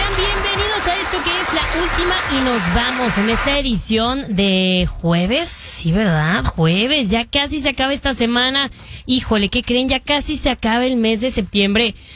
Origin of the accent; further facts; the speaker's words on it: Mexico; una de las fechas que también como mexicanos, pues nos enorgullece demasiado